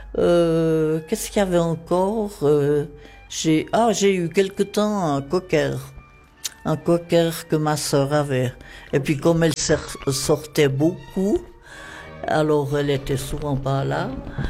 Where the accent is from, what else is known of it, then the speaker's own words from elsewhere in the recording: Chavornay, Vaud, Switzerland; Alors, moi, je suis née, donc je suis vaudoise, pure vaudoise. Je suis née dans un petit village qui s'appelle Chavornay et qui se trouve, qu'est-ce qu'on va dire, au pied du Jura. Et mes parents aussi, ils avaient la campagne.